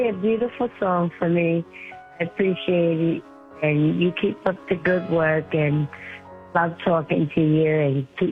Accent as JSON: {"language": "English", "town": "Queens", "region": "New York", "country": "United States", "said": "Okay. Well, I'm from Queens, New York."}